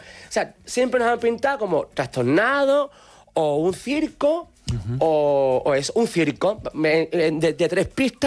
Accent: Andalusia, Spain; Siendo andaluz no me gusta.

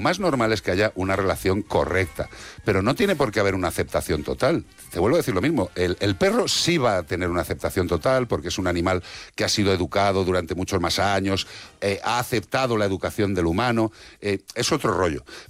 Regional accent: Madrid, Community of Madrid, Spain; born there; yo nací en Madrid.

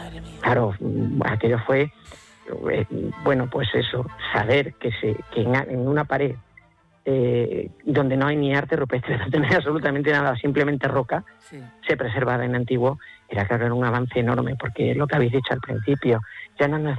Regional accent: Extremadura, Spain

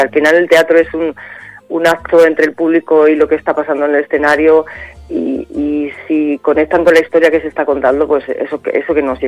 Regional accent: Puertollano, Castilla-La Mancha, Spain; moved away; También quiero decir que tanto el director como yo somos manchegos.

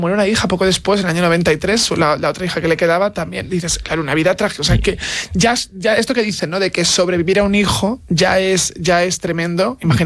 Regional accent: Valencia, Valencian Community, Spain; Yo de la ciudad, pero...

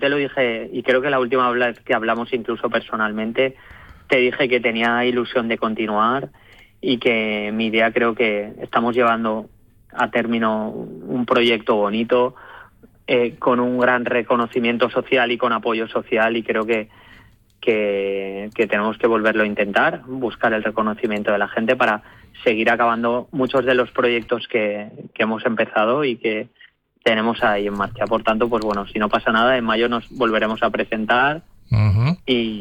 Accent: Alberic, Valencian Community, Spain; como ciudadano que soy de Alberique

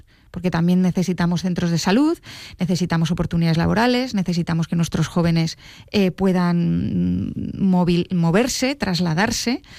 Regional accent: Extremadura, Spain; Parece que tenemos como una maldición en Extremadura de que no podemos tener oportunidades aquí y todas nos las tienen que dar fuera

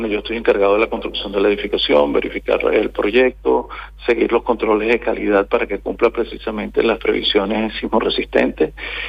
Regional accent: Venezuela; moved away as an adult; now in Lorca, Spain; yo quiero mucho España, yo soy ciudadano español también, pero tampoco olvido mis raíces y me duele mucho mi país

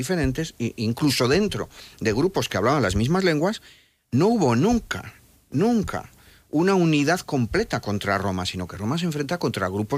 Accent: La Rioja, Spain; Yo que vengo de La Rioja, imaginad la importancia que damos al vino

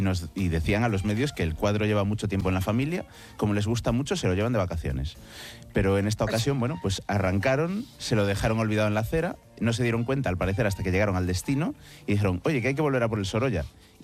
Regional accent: Galicia, Spain

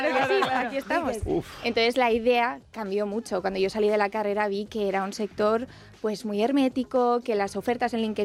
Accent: Barcelona, Catalonia, Spain; Soy de Barcelona.

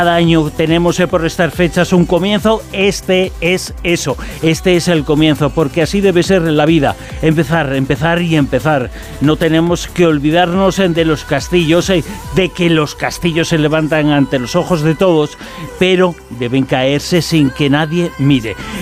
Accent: Galicia, Spain; Es que soy gallego. Bueno, es que somos muchos gallegos

